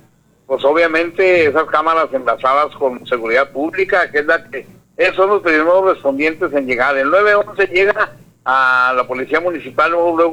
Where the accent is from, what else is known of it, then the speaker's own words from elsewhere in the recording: Mexico; Así somos los mexicanos, desafortunadamente, Gaby, muy desordenados